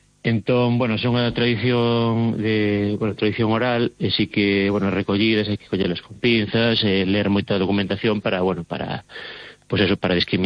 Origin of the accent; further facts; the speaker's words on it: Vilar de Barrio, Galicia, Spain; Eu son de Vilar de Barri e sempre pensei que sabía moito, que coñecía moito dos entroidos.